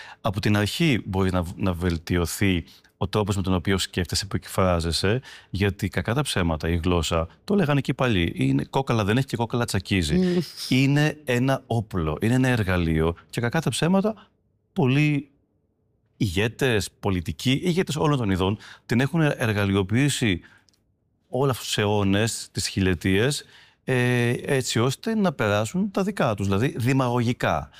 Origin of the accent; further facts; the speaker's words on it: Greece; born there; είμαι πολύ περήφανος και χαρούμενος που είμαι Έλληνας που γεννήθηκα στην Ελλάδα